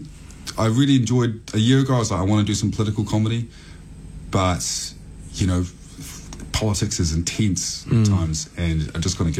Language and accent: English; New Zealand; So there are those, but yeah, as growing up in New Zealand, I was always massive fan of … things like that.